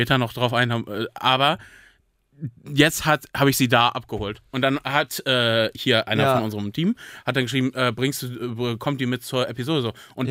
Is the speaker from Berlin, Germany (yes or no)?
yes; Berlin, Germany; Aber, ja, ich bin auch aus Berlin und so.